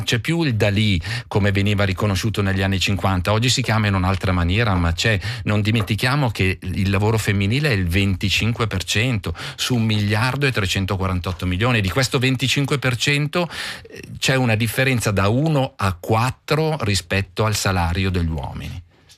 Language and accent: Italian; Switzerland